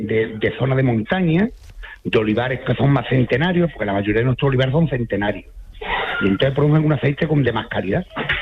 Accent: Villanueva de San Juan, Andalusia, Spain; Villanueva de San Juan, que es un pueblo muy bonito, y además te comento que somos de la Sierra Sur de Sevilla, y somos un pueblo muy desconocido

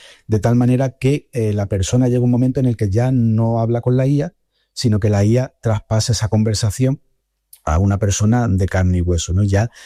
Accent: Lepe, Andalusia, Spain; born or raised there

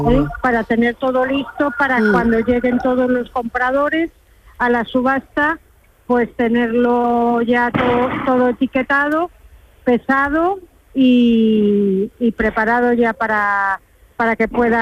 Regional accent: Marín, Galicia, Spain; Pero bueno, yo soy de Marín, de Galicia

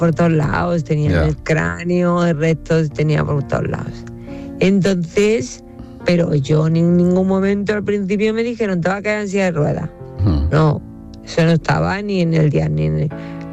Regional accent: Spain; Digo, no, pues soy española.

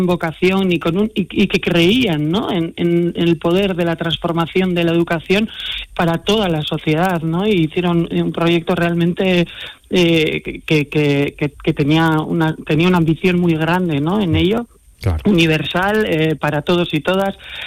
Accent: Basque Country, Spain; venimos del País Vasco

